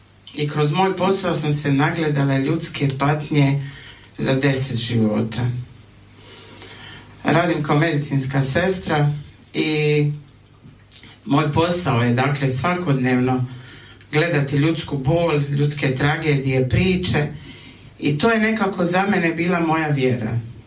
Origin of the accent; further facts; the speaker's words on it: Dubrovnik, Dubrovnik-Neretva County, Croatia; dolazim iz Dubrovnika.